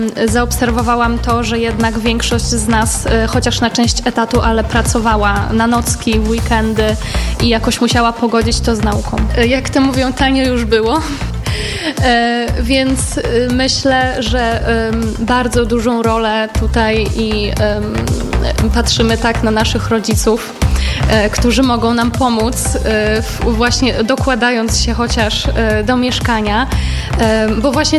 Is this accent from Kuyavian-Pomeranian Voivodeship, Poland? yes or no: yes; Kuyavian-Pomeranian Voivodeship, Poland; Ja pochodzę spod Bydgoszczy i po prostu biorąc pod uwagę ceny najmu mieszkania, było mi korzystniej codziennie dojeżdżać na uczelnię zamiast wynajmować mieszkanie czy akademik, więc ja zostałam w domu rodzinnym.